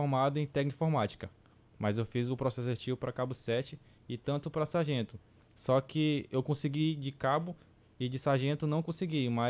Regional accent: Tabatinga, Amazonas, Brazil; Sou natural de Tabatinga.

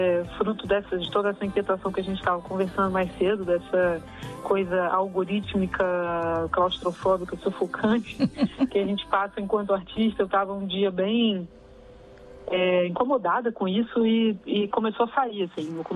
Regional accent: São João de Meriti, Rio de Janeiro, Brazil; moved away as an adult; also born or lived in Jacarepaguá, Rio de Janeiro; now in São Paulo, Brazil; Eu fui criada na Baixada Fluminense, no Rio de Janeiro. Mais tarde, ali pela adolescência, minha família foi para a Zona Oeste, então eu morei também em Jacarepaguá, na freguesia, mas hoje está todo mundo lá pela região serrana

